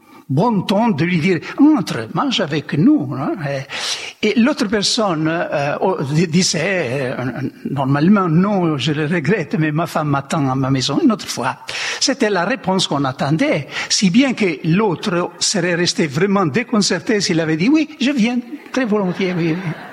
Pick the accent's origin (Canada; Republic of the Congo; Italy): Italy; central Italy; moved away; Dans ma région, je suis de l'Italie centrale.